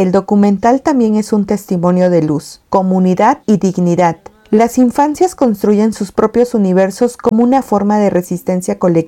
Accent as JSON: {"language": "Spanish", "region": "Colima", "country": "Mexico", "said": "Yo soy Colimota, acá hicimos también esta película de Mi No Lugar."}